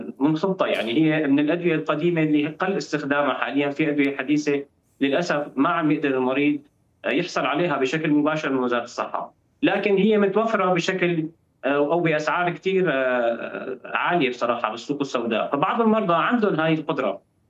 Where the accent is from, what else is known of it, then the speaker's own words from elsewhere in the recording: Syria; now in Damascus, Syria; عندنا بسوريا